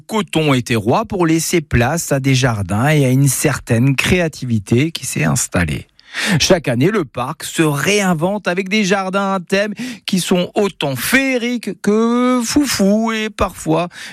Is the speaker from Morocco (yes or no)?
no; Grand Est, France; chez nous, en Alsace